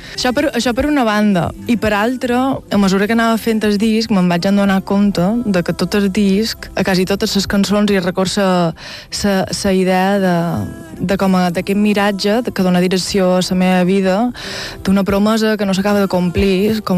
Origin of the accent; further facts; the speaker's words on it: Valldemossa, Balearic Islands, Spain; Sí, som de Vall de Mossa, oh, Vall de Mossa, no sé què, no sé quantos.